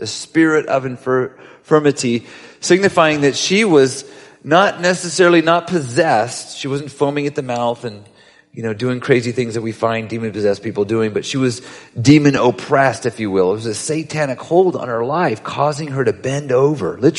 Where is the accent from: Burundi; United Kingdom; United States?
United Kingdom; Scotland; You know, I'm Scottish and it has to be pretty much free.